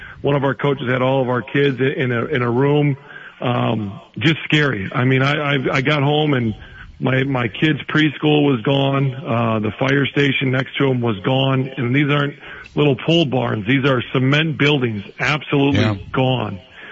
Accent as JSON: {"language": "English", "town": "Appleton", "region": "Wisconsin", "country": "United States", "tie": "born or raised there", "said": "I love being from Wisconsin. I love being, you know, growing up in Appleton. I love being a part of this community."}